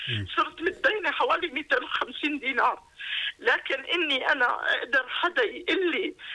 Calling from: Irbid, Irbid Governorate, Jordan; أنا سكنت بأربد

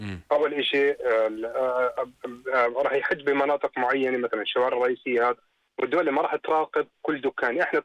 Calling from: Jordan; الدخان عندنا بالأردن ليش مسموح؟

